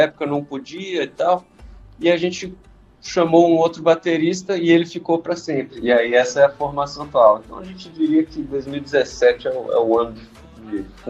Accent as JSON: {"language": "Portuguese", "town": "Taguatinga", "region": "Federal District", "country": "Brazil", "said": "Eu mesmo sou de Taguatinga."}